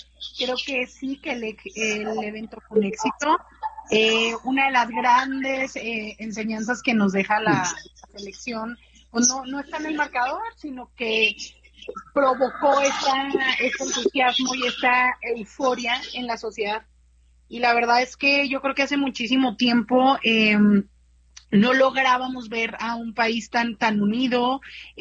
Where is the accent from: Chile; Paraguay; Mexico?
Mexico